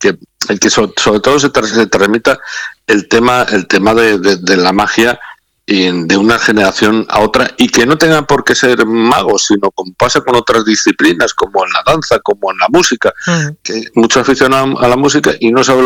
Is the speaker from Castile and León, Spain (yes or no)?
yes; Peñaranda de Bracamonte, Castile and León, Spain; born there; also born or lived in Zamora